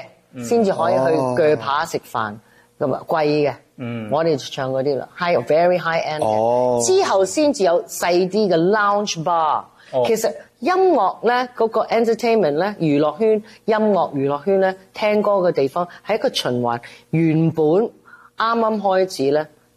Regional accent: China; 以前我哋中國人已經好有品味，識會聘請外國嘅樂師啊、歌手啊嚟香港表演

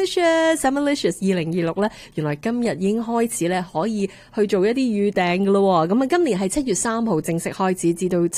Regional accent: Hong Kong; 系啊，我哋喺香港大嘅咧，明嘅，香港教育制度一啲都唔冰冷嘅。

